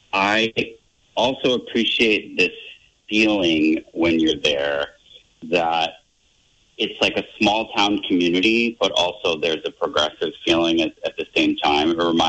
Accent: New Hampshire, United States; also born or lived in Massachusetts, United States; I grew up in New Hampshire and Massachusetts

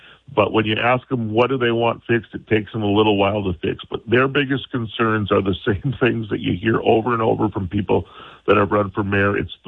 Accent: Sioux Falls, South Dakota, United States; The main differences between Christine and I is I'm from Sioux Falls and I'm for Sioux Falls.

